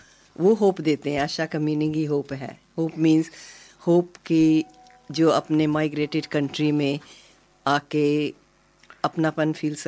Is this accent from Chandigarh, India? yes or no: yes; Chandigarh, India; moved away as an adult; now in Sydney, Australia